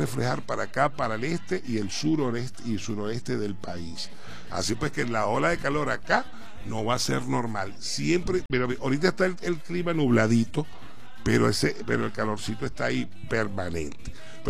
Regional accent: Zulia, Venezuela; los que hemos vivido en la costa oriental y los que somos del Zulia sabemos de ese calor de altísima calidad que hay en el Zulia

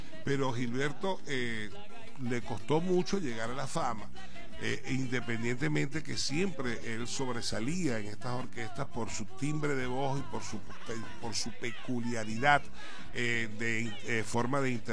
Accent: Zulia, Venezuela; Cabimas, simple y llanamente, está en la costa oriental del lago, ella en el Zulia, mi tierra natal.

